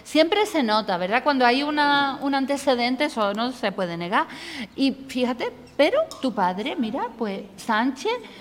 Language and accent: Spanish; Seville, Andalusia, Spain; born there; yo he nacido en Sevilla